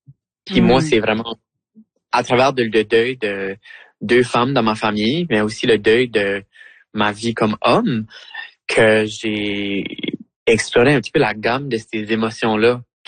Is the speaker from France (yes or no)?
no; Acadia, Canada; en tant qu'Acadienne qui déménage de son chez-soi